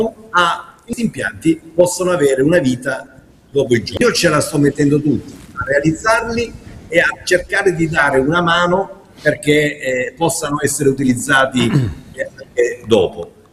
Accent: Apulia, Italy; sono pugliese doc

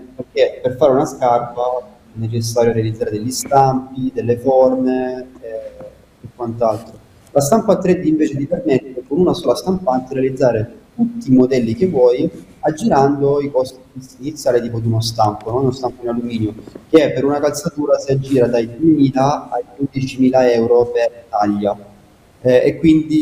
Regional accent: Casarano, Apulia, Italy; nonostante sia io e Marco siamo nati e cresciuti a Caserano

